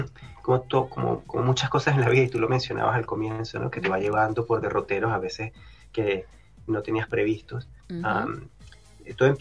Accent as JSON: {"language": "Spanish", "country": "Venezuela", "moved": "as an adult", "lives_now": "Canada", "said": "yo soy de Venezuela."}